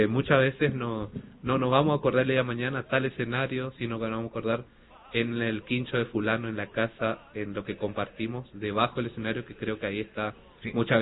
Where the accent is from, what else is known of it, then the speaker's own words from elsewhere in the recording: Corrientes, Argentina; yo soy del centro de la provincia de Corrientes.